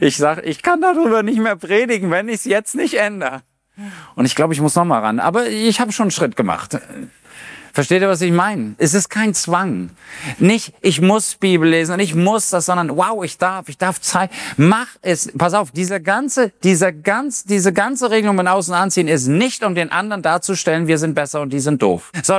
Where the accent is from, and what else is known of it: Germany; born there